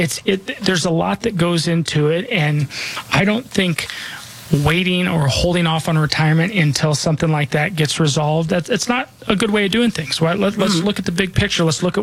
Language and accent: English; Denver, Colorado, United States; born or raised there